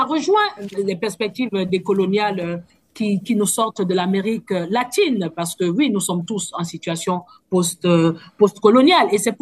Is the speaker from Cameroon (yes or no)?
yes; Cameroon; j'ai été dans le bureau de ce qu'on appelle chez nous au Cameroun le BENSINET